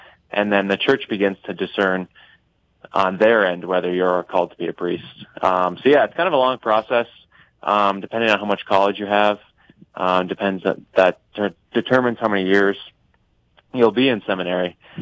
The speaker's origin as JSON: {"language": "English", "town": "Jamestown", "region": "North Dakota", "country": "United States", "tie": "born or raised there", "said": "Yeah, so I grew up in Jamestown, North Dakota, just an hour and a half west of Fargo. I grew up there too. Catholic family, we're raised in the sacraments."}